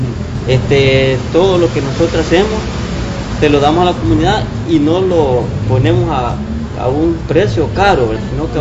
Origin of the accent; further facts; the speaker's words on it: Berlín, Usulután, El Salvador; vengo de la comunidad del Tablón, distrito de Berlín.